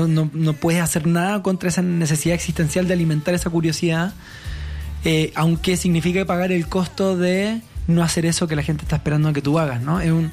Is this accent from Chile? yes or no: yes; Chile; moved away; Soy como músico chileno